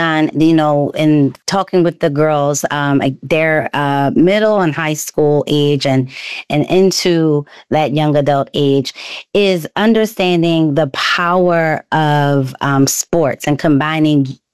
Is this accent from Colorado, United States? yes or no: no; Philadelphia, Pennsylvania, United States; And what better place to have them on the stage than my hometown in Philly, where Ghana will be playing a match.